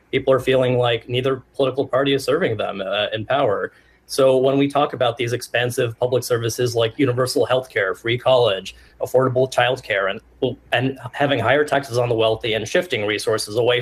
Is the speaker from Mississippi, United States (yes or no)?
no; New York City, New York, United States; Rudy Giuliani was mayor when I was growing up in New York City.